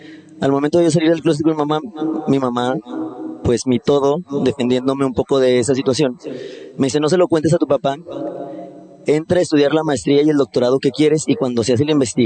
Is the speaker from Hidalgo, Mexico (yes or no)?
no; Morelia, Michoacán, Mexico; Yo soy de Morelia.